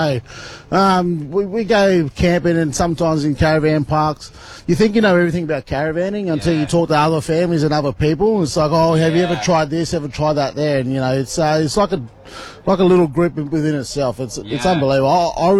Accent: Maxwell, New South Wales, Australia; also born or lived in Kempsey, New South Wales; Born in Kempsey, grew up in Maxwell.

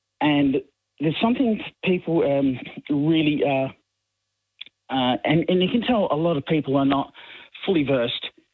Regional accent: Zillmere, Queensland, Australia; I'm from Zilmere in Brisbane.

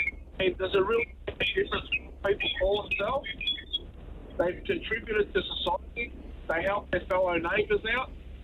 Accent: Australia; I'm Aussie. I'm First Fleet. Like, we come over in the First Fleet. I've always been Aussie.

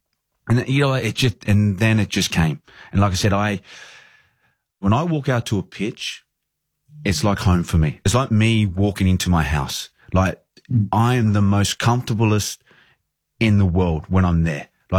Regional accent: Australia; moved away; Like I'm coming over as an Australian into an English setup, competing with young English players to be the number one to play for their club.

